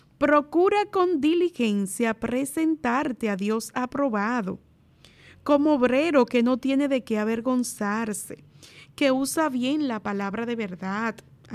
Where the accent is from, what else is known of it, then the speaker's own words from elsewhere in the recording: Dominican Republic; como buenos dominicanos que somos